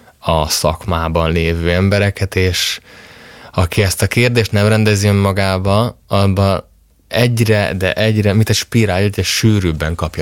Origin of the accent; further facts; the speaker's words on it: Nagykanizsa, Zala, Hungary; Én Zalából származom, Zala megyéből, Nagykanizsán nőttem föl